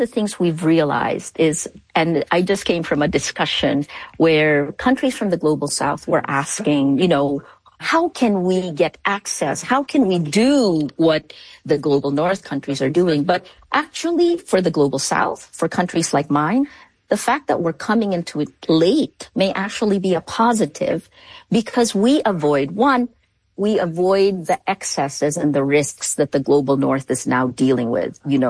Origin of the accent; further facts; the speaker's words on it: Philippines; Because I come from the Philippines.